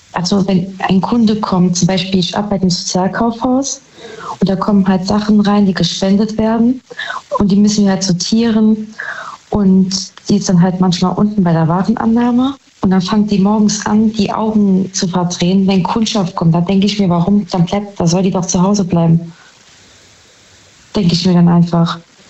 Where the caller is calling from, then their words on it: Saarbrücken, Saarland, Germany; Saarbrücken.